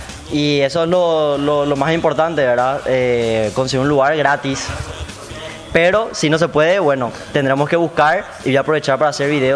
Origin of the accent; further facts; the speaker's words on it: Asunción, Paraguay; Yo vengo de Asunción.